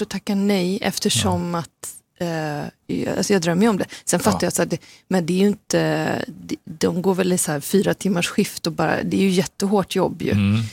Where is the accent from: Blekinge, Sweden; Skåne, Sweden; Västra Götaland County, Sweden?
Västra Götaland County, Sweden; Gothenburg; Jag är liksom uppvuxen här i Göteborg och spenderade somrarna ute på Hälsö, Göteborgs norra skärgård.